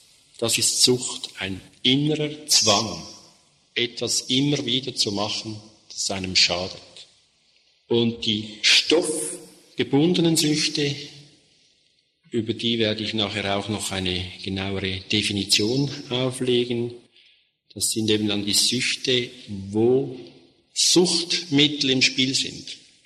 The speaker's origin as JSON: {"language": "German", "country": "Switzerland", "said": "Bei uns in der Schweiz gibt es eine ganze Palette, hier wahrscheinlich auch, oder?"}